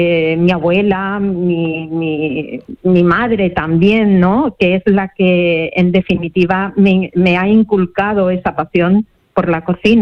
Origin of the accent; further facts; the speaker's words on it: Málaga, Andalusia, Spain; Soy del Palo, de una familia de marengos, de gente de la mar.